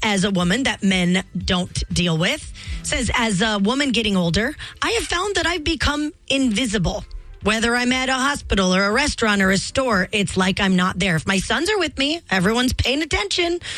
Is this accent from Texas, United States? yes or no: no; Montana, United States; also born or lived in Minneapolis; But, oh, my dad was always so worried because, you know, we're from Montana and it's safe.